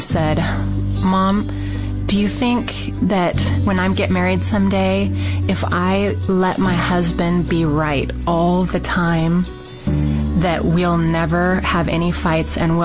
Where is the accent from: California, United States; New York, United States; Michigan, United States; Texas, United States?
California, United States; Garden Grove; I grew up in Garden Grove, California.